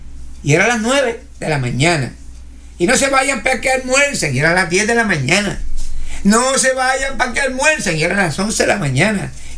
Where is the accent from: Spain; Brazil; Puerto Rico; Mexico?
Puerto Rico; now in Pennsylvania, United States; no solamente en mi patria, en mi país Puerto Rico, sino en otros lugares del mundo. Y ahora estamos establecidos aquí en Pensilvania, en los Estados Unidos